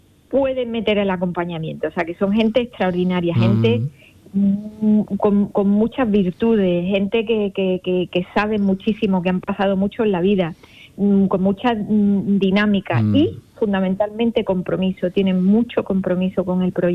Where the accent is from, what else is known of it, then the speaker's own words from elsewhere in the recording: Cádiz, Andalusia, Spain; somos de Cádiz